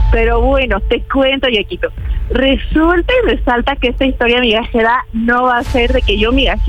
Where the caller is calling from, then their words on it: Iguala, Guerrero, Mexico; Claro, soy de aquí, del estado, hermoso estado de Guerrero, de Iguala.